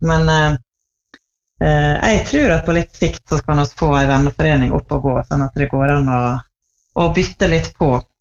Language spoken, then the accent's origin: Norwegian; Tresfjorden, Møre og Romsdal, Norway; Jeg vokste opp i Tresfjorden, som da på andre siden av fjellet.